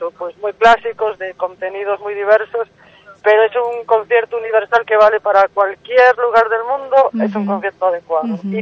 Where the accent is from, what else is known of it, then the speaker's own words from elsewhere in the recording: Galicia, Spain; Amarilla Lucense, que es de donde yo soy